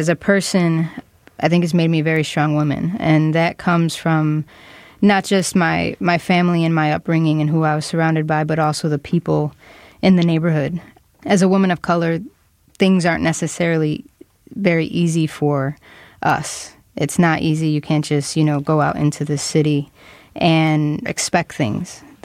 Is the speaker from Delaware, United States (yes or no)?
no; Chicago, Illinois, United States; And this is what Chicago sounds like. I grew up here. My parents were born and raised in Chicago.